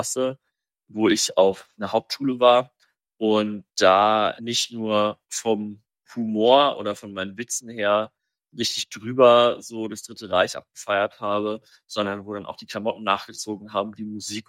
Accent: Germany; Und dann war für mich die Frage, ja, okay, also ich bin Deutscher und was heißt das jetzt?

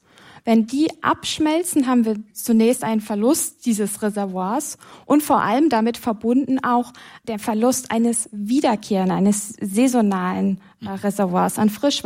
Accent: Germany; ich komme aus der Nähe von Hamburg

